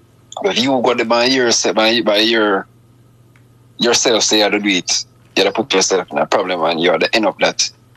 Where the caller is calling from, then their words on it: Manchester, North West England, United Kingdom; from Manchester.